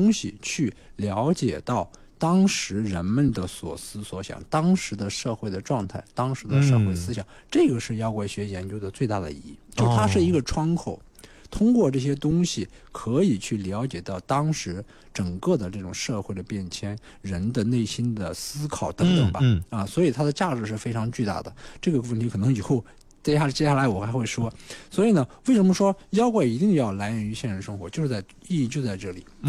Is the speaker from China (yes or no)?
yes; China